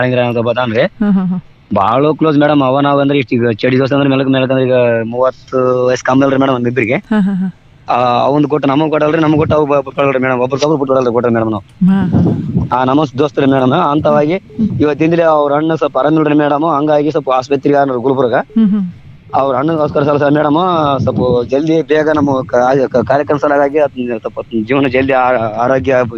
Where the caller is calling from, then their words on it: Yadgir district, Karnataka, India; ಯಾದಗಿರಿ ಜಿಲ್ಲಾ ಸುರಪುರ ತಾಲೂಕು ಆಲಗೇರಿ … ಅಂತ ಮೇಡಮ್.